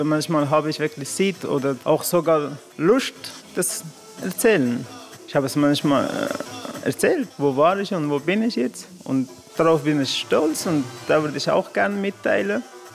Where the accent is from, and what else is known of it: Afghanistan; German is a second language; now in Wabern, Switzerland